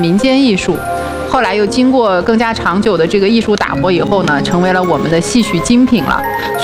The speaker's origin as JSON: {"language": "Chinese", "town": "Wuhan", "region": "Hubei", "country": "China", "said": "毕竟我也是武汉人"}